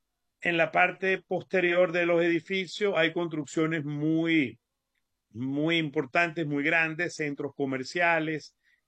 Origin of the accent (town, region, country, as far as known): Venezuela